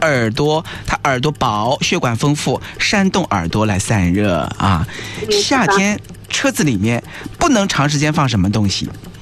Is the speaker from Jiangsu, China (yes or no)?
yes; Jiangsu, China; 我们江苏的家长